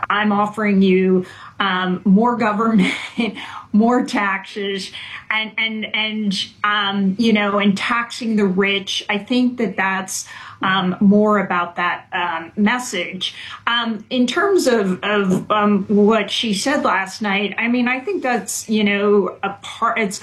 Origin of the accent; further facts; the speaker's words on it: New Jersey, United States; I know in my home state of New Jersey, we have a very similar matchup.